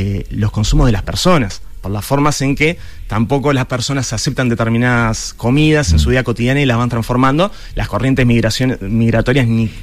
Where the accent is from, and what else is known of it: Montebelluna, Veneto, Italy; Spanish is a second language